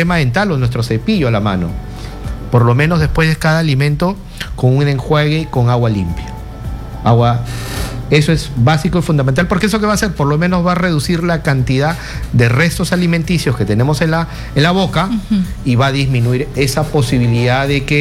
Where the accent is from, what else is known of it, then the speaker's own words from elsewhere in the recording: Peru; para que este niño más adelante no pueda tener este caries como muchos peruanos tenemos